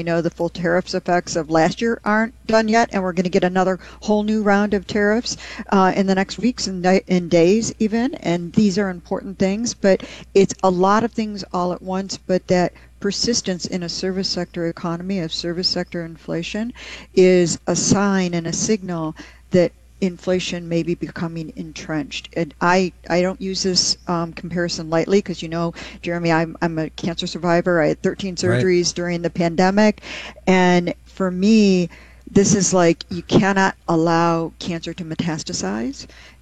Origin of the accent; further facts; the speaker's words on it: Detroit, Michigan, United States; and I became an economist because I grew up in Detroit.